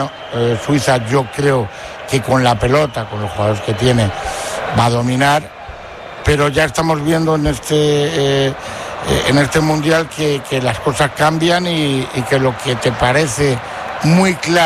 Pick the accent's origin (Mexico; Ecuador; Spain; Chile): Spain; Valladolid, Castile and León; Yo soy pucelano y blanquivioleta, soy del Valladolid. Porque nací así y voy a morir así. Todo lo tengo en Valladolid.